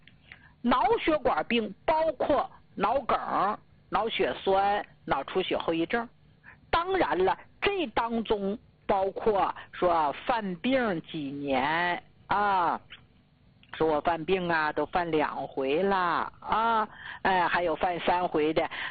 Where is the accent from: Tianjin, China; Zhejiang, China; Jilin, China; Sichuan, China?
Jilin, China; 你给咱们吉林老家讲课才7年